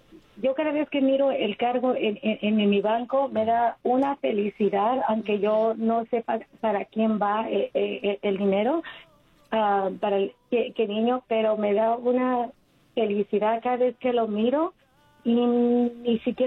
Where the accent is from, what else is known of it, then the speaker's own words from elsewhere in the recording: United States; now in Diamond Bar, United States; mi familia de 9 hijos, crecimos pobres aquí en Estados Unidos, inicialmente somos de México.